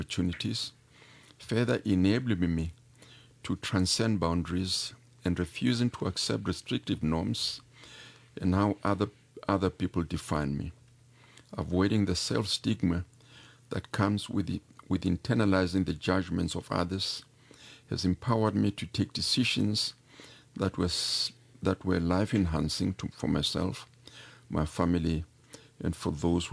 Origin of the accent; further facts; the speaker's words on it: Johannesburg, Gauteng, South Africa; born there; first language Zulu; English is a second language; moved away; also born or lived in Lesotho / Cape Town; moving from my Soweto environment, Lesotho, where often I was perceived as a foreigner.